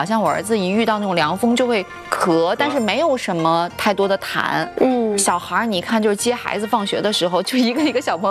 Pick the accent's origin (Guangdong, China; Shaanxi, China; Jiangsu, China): Shaanxi, China; 感觉像在我们陕西人扯面之前做的那个面剂子，